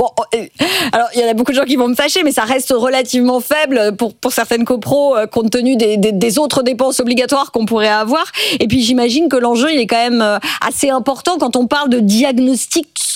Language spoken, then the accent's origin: French; Paris, Île-de-France, France; je pense au 19e d'où je viens, hein, tout autour des Buttes-Chaumont, c'est quand même particulier.